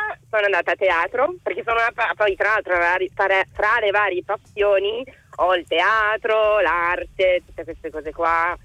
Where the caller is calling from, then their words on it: Turin, Piedmont, Italy; Sono di Torino